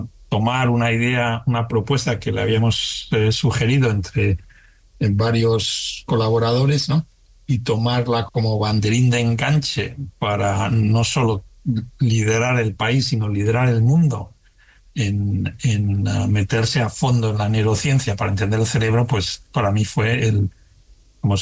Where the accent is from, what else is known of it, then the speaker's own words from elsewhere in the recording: Spain; moved away; lo que llevo haciendo toda mi vida en ciencia desde que salí de España, es precisamente esto, fabricar nuevos métodos para estudiar el cerebro.